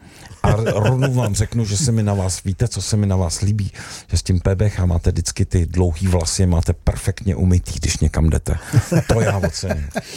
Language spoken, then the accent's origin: Czech; Moravia, Czechia; A to jsem ještě nevěděl, že jsem Hanák.